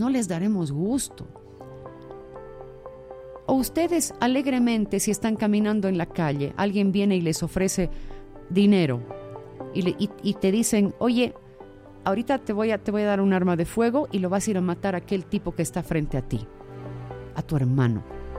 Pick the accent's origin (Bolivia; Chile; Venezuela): Bolivia; now in La Paz, Bolivia